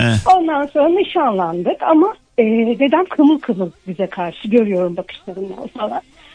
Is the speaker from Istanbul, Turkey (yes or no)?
yes; Istanbul, Turkey; biz Üsküdar'da falan hani büyümüşüz.